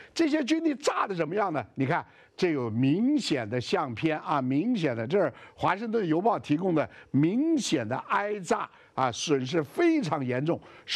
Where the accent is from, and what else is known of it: China